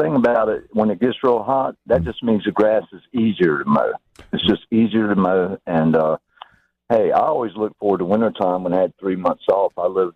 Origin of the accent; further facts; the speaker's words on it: Sanford, Florida, United States; I was from Sanford. I lived in Jacksonville at that time, and it was a good stint.